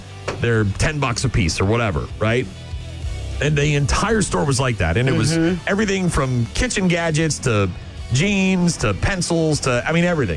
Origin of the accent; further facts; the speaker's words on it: New England, United States; where I grew up in New England. It was called Building 19